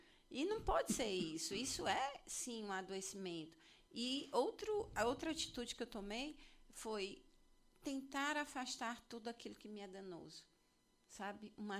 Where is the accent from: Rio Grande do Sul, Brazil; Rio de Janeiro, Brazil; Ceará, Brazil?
Ceará, Brazil; Fortaleza; born there; also born or lived in São Paulo; eu morava ali em Messejana na minha adolescência. E era fantástico. Eu vim, nasci em São Paulo, lá a gente não tinha esse hábito. Quando eu cheguei e vim morar aqui em Fortaleza